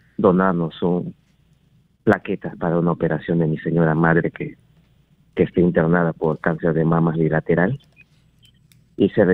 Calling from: Lima, Peru; De acá, de Lima, del hospital del INEM.

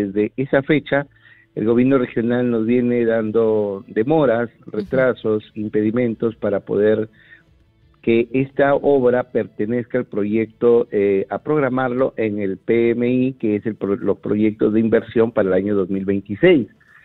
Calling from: Olmos, Lambayeque, Peru; de la región de Lambayeque, del distrito de Olmos, centro poblador Pueblito

